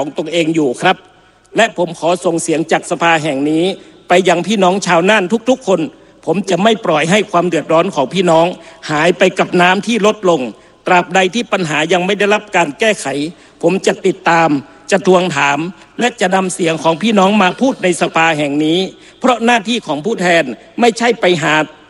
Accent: Nan Province, Nan, Thailand; แม้ว่าผมจะเป็นส.ส.คนจังหวัดน่านเขต2แต่เหนือสิ่งอื่นใดผมเป็นคนจังหวัดน่าน

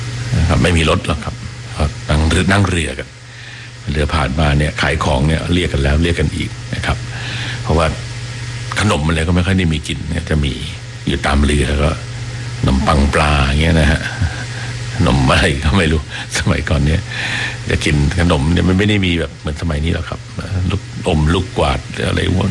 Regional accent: Bangkok, Thailand; also born or lived in Bang Khonthi, Samut Songkhram; เราก็เป็นเด็กกรุงเทพนะฮะที่มีไฟฟ้าแล้วก็มีโทรทัศน์ดู

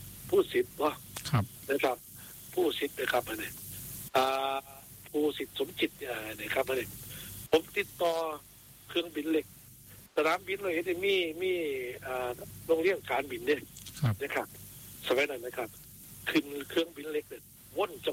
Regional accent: Isan, Thailand; พี่อีสานบ้านเฮา

